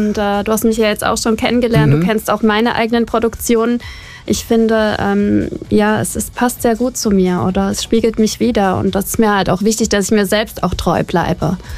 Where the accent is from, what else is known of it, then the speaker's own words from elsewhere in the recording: Germany; Und ich aus Deutschland